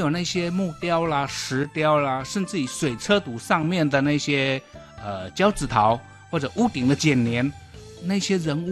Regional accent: Yunlin County, Taiwan; 我是云林人

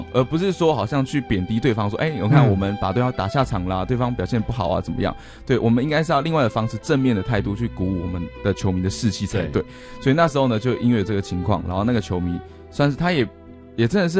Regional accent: Miaoli County, Taiwan; 因为我那时候大学是因为我苗栗人嘛、嗯、然后我读辅大，所以我参加的是竹友会，就是新竹苗栗的校

